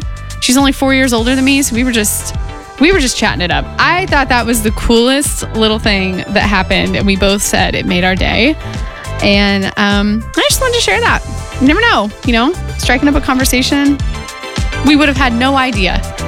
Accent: Sullivan, Indiana, United States; moved away; Because I grew up in Sullivan, Indiana

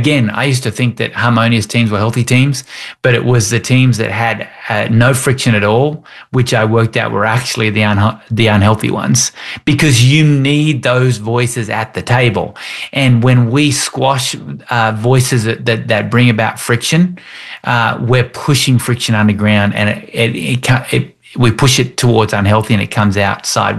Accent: Australia; accent: Australian; I'm Australian because of my accent

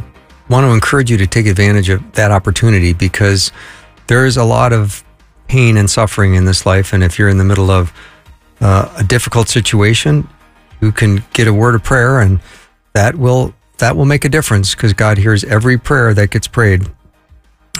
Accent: Edina, Minnesota, United States; Skip is also from Edina, which is my hometown.

